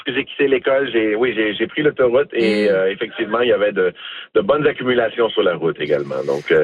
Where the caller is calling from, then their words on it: Sarnia, Ontario, Canada; Je suis à Sarnia.